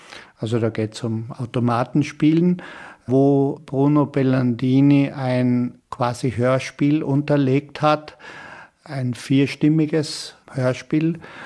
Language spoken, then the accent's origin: German; Kötschach-Mauthen, Carinthia, Austria; dass ich in Kötschaft-Mauthen in Kärnten, wo ich herkomme, der Erbe meiner Tante bin.